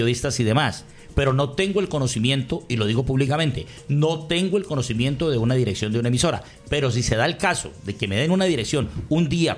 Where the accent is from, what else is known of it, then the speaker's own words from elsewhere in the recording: Colombia; mi punto de vista como colombiano